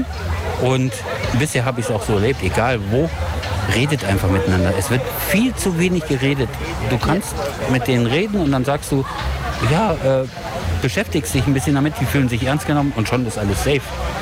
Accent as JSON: {"language": "German", "town": "Kassel", "region": "Hesse", "country": "Germany", "said": "ich komme aus Kassel, da war das auch"}